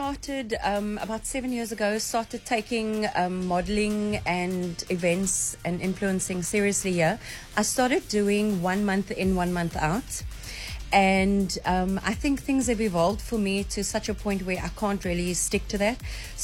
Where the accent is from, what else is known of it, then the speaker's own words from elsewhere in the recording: Cape Town, Western Cape, South Africa; also born or lived in southern suburbs, Cape Town; And then we moved to the northern suburbs, also when I was quite young. So I think I've been there since like primary school.